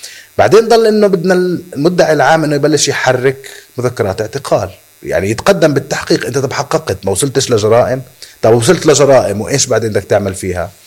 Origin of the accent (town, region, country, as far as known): Palestine